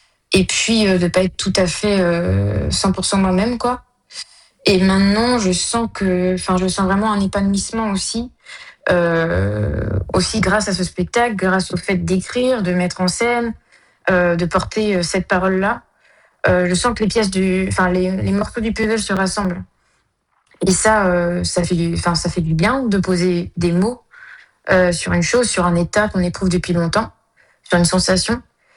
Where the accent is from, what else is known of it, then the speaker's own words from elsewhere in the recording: France; le fait d'avoir grandi en France, donc d'avoir été baignée dans une culture occidentale. Après, je contextualise bien d'où je viens aussi, c'est-à-dire que moi, j'ai grandi vraiment dans une campagne, dans un milieu très rural